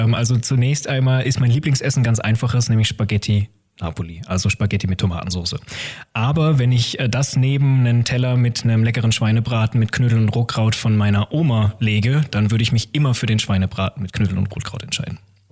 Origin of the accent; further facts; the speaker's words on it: Karlsruhe, Baden-Württemberg, Germany; born there; accent: Bavarian; moved away; Ich komme aus der Konkurrenzregion zu Schwaben, nämlich aus Baden, aus der schönen Stadt Karlsruhe. Und den Dialekt kann ich zwar selbst nicht, weil meine Familie ursprünglich aus Bayern kommt und dementsprechend eher das Bayerische drin ist. Auch nur dann, wenn mit mir Bayerisch gesprochen wird, interessanterweise.